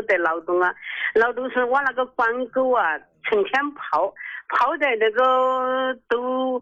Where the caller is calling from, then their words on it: Daqing, Heilongjiang, China; 我是大庆的，